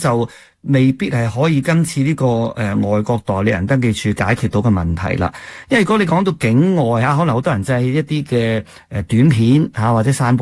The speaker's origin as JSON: {"language": "Cantonese", "country": "Canada", "said": "我哋加拿大人"}